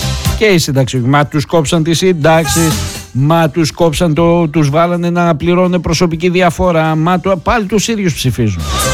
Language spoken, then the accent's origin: Greek; Greece